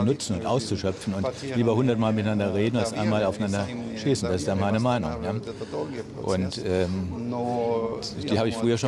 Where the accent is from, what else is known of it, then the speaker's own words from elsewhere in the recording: Saarland, Germany; ich bin nicht als Deutscher geboren, ich bin im Saarland, ich habe nie den Wohnort gewechselt. Ich bin aber trotzdem nicht als Deutscher geboren, sondern als Saarländer, weil unser kleines Ländchen nach dem Zweiten Weltkrieg eigenständig war, ne, wirtschaftlich an Frankreich gehangen hat.